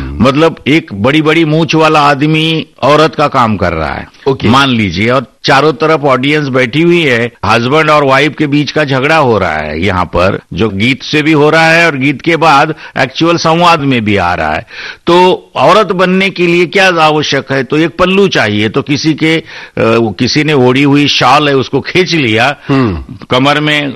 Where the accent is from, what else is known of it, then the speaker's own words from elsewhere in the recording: Maharashtra, India; जो मेरा गांव है दरडवाड़ी